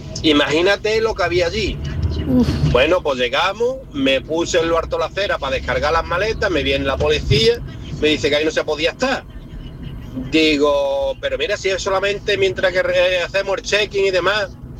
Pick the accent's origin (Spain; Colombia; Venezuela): Spain; Huelva, Andalusia; now in Málaga, Spain; Y como vivo en Málaga y soy de Huelva, ¿dónde voy a ir yo de vacaciones?